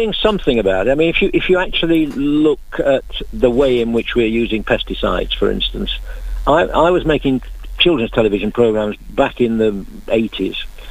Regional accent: Yorkshire and the Humber, United Kingdom; I grew up in South Yorkshire

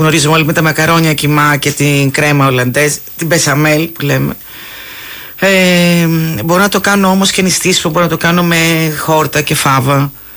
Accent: Kalamata, Peloponnese, Greece; είμαι από την Καλαμάτα και ξέρω από καλό λάδι.

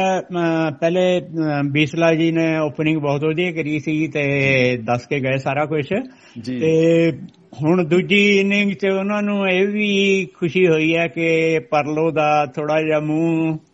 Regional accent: Punjab, India; 1988 ਚ ਫਲੱਡ ਆਏ ਸੀਗੇ ਤੇ ਸਾਡੇ ਪਿੰਡ ਦੇ ਕੋਲੋਂ ਰੋਪੜ ਦੇ ਨੇੜੇ ਬੁਧਕੀ ਨਦੀ ਨਿਕਲਦੀ ਹੈ, ਉਹ ਸਾਰੀ ਟੁੱਟ ਕੇ ਸਾਡੇ ਪਿੰਡ ਵੱਲ ਨੂੰ ਆ ਗਈ

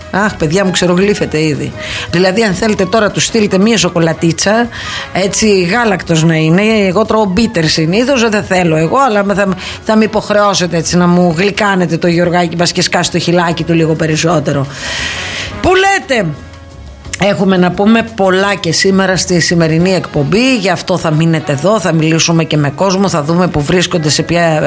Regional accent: Greece

